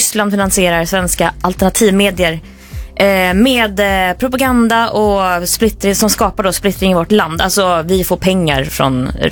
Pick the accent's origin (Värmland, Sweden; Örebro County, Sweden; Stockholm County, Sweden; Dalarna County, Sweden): Värmland, Sweden; accent: Värmland dialect; Jag får köra min värmländska dialekt.